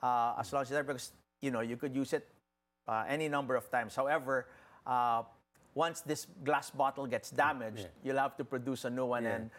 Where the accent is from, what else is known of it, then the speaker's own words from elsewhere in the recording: Philippines; we're all Filipinos